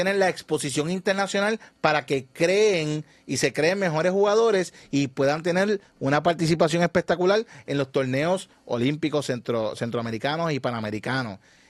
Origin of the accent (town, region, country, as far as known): Puerto Rico